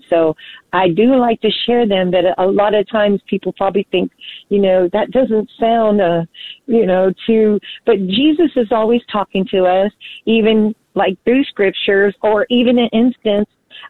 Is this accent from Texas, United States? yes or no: yes; Houston, Texas, United States; while in Houston, I was from Houston, I was visiting the Catholic Charismatic Center.